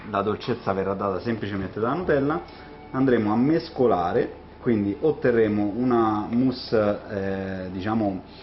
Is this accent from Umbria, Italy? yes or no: yes; Umbria, Italy; now in Rome, Italy